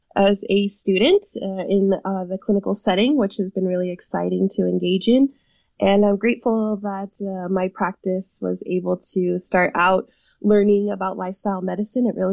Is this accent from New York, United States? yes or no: no; California, United States; I'm from the Rock Village people. I'm a tribal member of the Big Valley Rancheria of Pomo Indians.